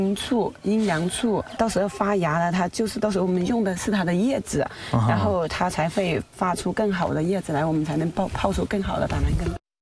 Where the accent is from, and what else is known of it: Guizhou, China